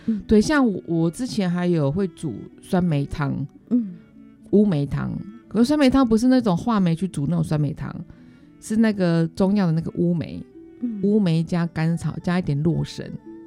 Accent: Taiwan; 我们台湾人的基因可能就是不适合说你夏天喝那么多的冰水，

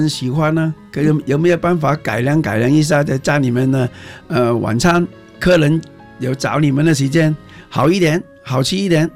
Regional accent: Hong Kong

